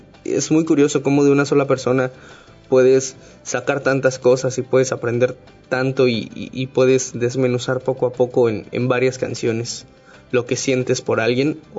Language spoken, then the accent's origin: Spanish; Chiapas, Mexico; con todo el orgullo que le tengo a mi estado, soy de Chiapas